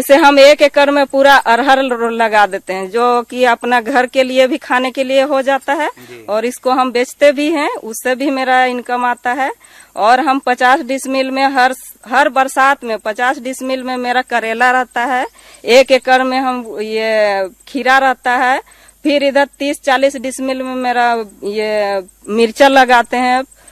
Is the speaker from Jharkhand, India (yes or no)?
yes; Lodhma, Jharkhand, India; मैं ग्राम लोधमा की रहने वाली हूँ और मेरा जिला है रामगढ़। मेरी पढ़ाई है इंटर पास और हम किसान का ही बेटी हैं।